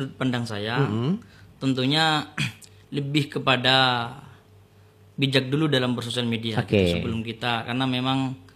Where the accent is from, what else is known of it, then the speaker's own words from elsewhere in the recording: Rubaru District, East Java, Indonesia; Alamatnya saya asli Kecamatan Rubaru lebih tepatnya gitu.